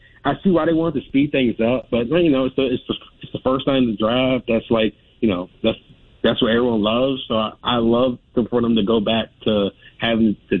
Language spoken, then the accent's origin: English; Maryland, United States; I could say Baltimore, just given fact, I'm from Maryland